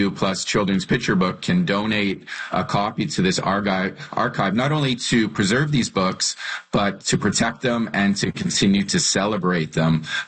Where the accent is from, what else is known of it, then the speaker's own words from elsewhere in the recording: Alberta, Canada; And when I was growing up in Alberta as a gay child, there was no representation.